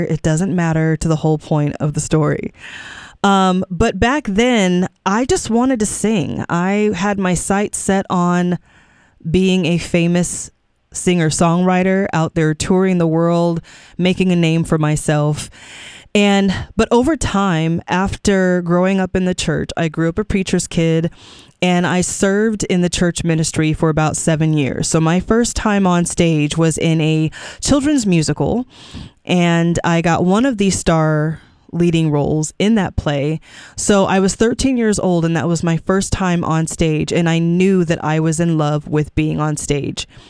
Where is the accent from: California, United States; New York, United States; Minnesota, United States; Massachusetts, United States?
California, United States; I'm from California